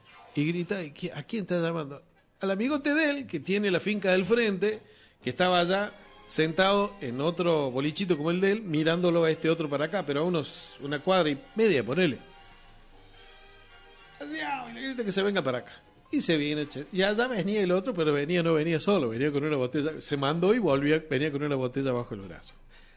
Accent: Argentina; Bueno, soy argentino.

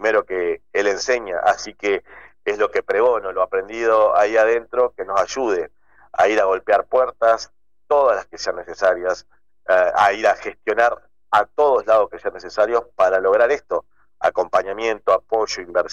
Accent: Villa Paranacito, Entre Ríos, Argentina; Sí, la verdad es mi lugar en el mundo, mi lugar en el mundo, y no hubo día que no añore la vuelta.

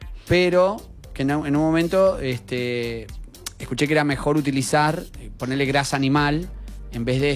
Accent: Argentina; como argentino, milanesa frita es un innegociable.

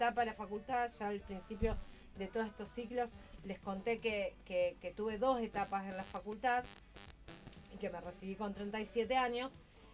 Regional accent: Santa Fe, Argentina; yo recuerdan que vengo de Santa Fe.

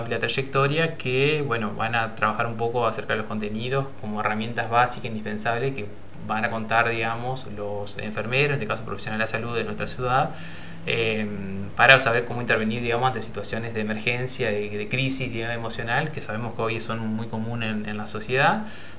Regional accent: Argentina; históricamente como argentino

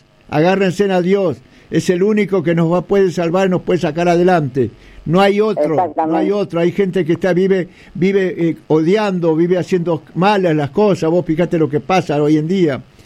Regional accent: Santiago del Estero, Argentina; moved away; Las cosas que hacíamos cuando éramos niños allá en Santiago.

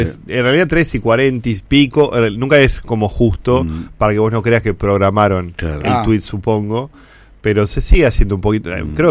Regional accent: Argentina; esto de que me sirve a mí que soy argentino y no soy francés.

